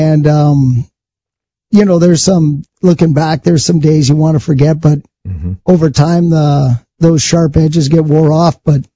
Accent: Canada; me as a Canadian

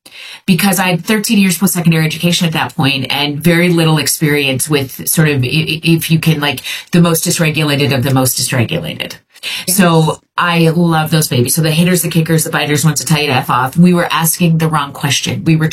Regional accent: Viking, Alberta, Canada; So I grew up in Viking, Alberta, Canada.

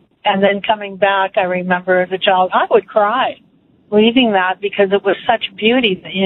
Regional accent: Bradwell, England, United Kingdom; Okay. I'm from Bradwell.

